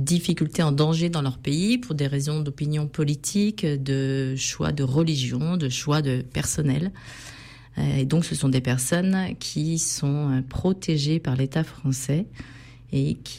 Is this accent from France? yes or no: yes; Valence, Auvergne-Rhône-Alpes, France; moved away as an adult; also born or lived in Paris suburbs; ça fait maintenant 5-6 ans que je suis sur Valence, revenue sur les terres natales.